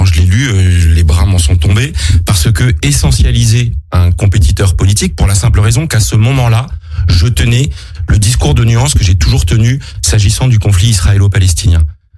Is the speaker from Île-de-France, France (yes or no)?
yes; Massy, Île-de-France, France; Moi, je suis un gamin de banlieue, j'ai grandi à Massy, dans l'Essonne, je suis un produit de la méritocratie républicaine.